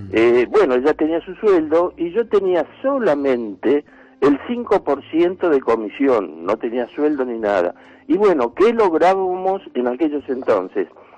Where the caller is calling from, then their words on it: Buenos Aires, Argentina; … de Villa Santa Rita.